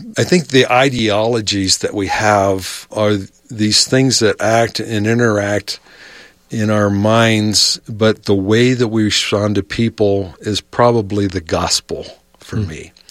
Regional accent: Ohio, United States; Where I grew up in Ohio and other areas that I've served, I was familiar that the LDS culture was there

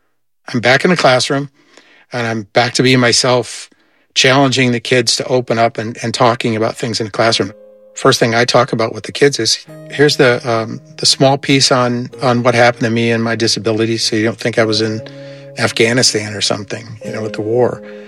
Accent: Wisconsin, United States; I tell my students, hey, I'm just like you. I was raised in Wisconsin.

